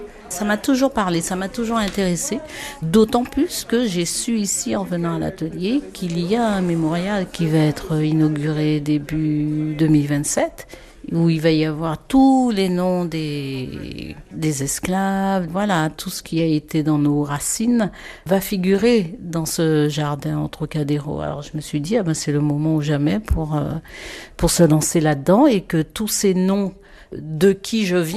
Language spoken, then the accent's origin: French; Guadeloupe; moved away; j'ai grandi en Guadeloupe, ma vie a commencé en Guadeloupe, mais j'ai eu des ancêtres. Donc d'où ils viennent, on sait que le point de départ c'est l'Afrique